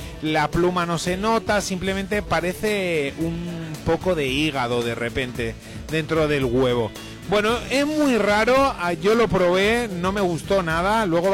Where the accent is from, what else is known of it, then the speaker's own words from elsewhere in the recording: Valencian Community, Spain; moved away; En Valencia es muy tradicional, en mi tierra, la carne de caballo